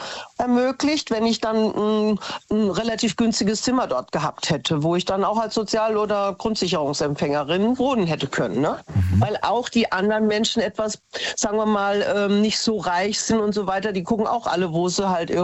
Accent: Hesse, Germany

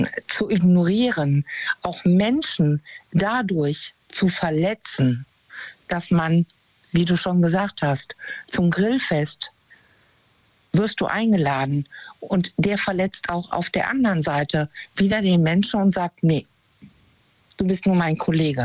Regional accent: North Rhine-Westphalia, Germany; Aus der Nähe von Bonn.

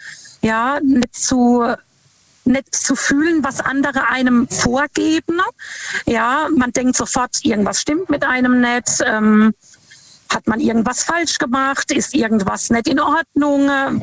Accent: Lampertheim, Hesse, Germany; Ich komme aus Lampertheim.

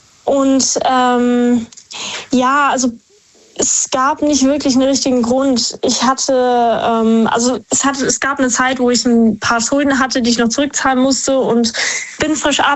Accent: Heidelberg, Baden-Württemberg, Germany; Ich komme aus Heidelberg.

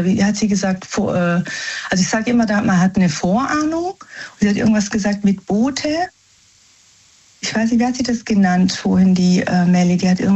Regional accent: Germany; born there; Also wir sind eigentlich Italiener, ja? Also in Deutschland geboren. Also für italienische Familie.

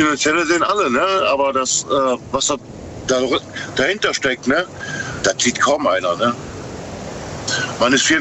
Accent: Rhineland, Germany; Also ich bin Rheinländer. Ich bin eigentlich zu 90% immer gut gelaunt.

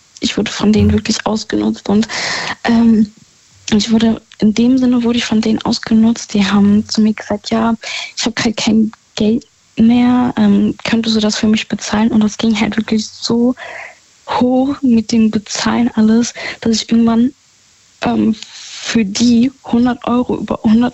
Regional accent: Rhineland-Palatinate, Germany; In der Nähe von Gerolstein.

